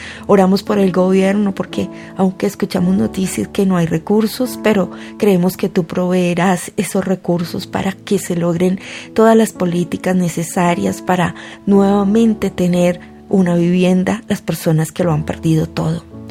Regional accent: Colombia

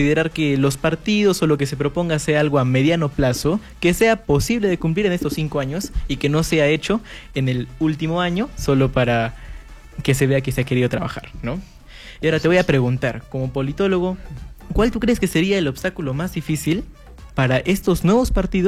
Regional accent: Arequipa, Peru; ¿qué nos falta como arequipeños para vigilar y exigirle a esas autoridades durante todo su mandato

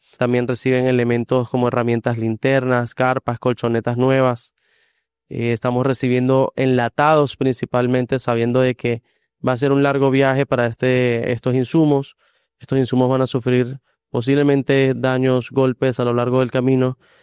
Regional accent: Valencia, Carabobo, Venezuela; moved away as an adult; now in Cali, Colombia; Soy de Valencia, Venezuela. Llegué hace 9 años a Cali con una visión.

